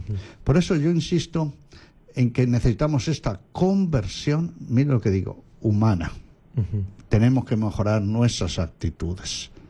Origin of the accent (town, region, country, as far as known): Castile and León, Spain; now in Peru